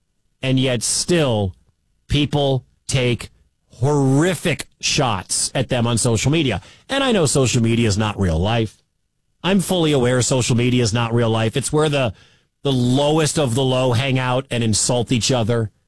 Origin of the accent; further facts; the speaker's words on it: Detroit, Michigan, United States; now in West Des Moines, United States; My wife is from this part. I'm not from here. I'm from Detroit.